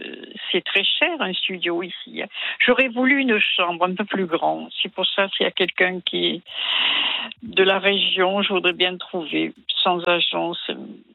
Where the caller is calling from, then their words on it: Toulon, Provence-Alpes-Côte d'Azur, France; accent: southern; Ben moi, je suis toulonnaise aussi.